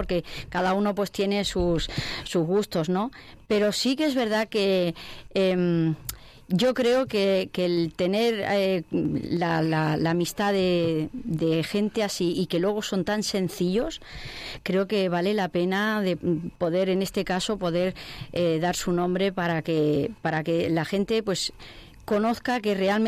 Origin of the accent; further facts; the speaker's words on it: Córdoba, Andalusia, Spain; Soy cordobesa, sí, sí.